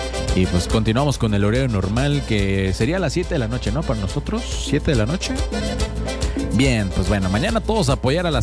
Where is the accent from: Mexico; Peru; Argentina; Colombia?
Mexico; unirse como mexicanos para apoyar a la selección.